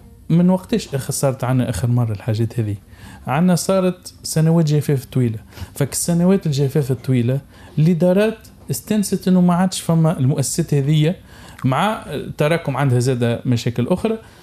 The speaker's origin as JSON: {"language": "Arabic", "country": "Tunisia", "said": "احنا عندنا في تونس"}